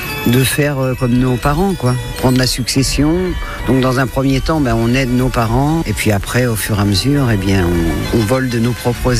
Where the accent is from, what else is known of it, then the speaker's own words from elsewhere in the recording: Pays de la Loire, France; born there; Alors, je suis née en Sarthe, ensuite j'ai voyagé, nous faisions les fêtes foraines